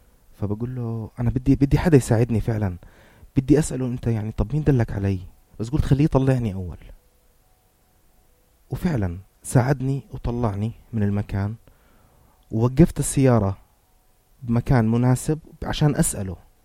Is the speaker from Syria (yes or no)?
no; Jordan; أنا شاب أردني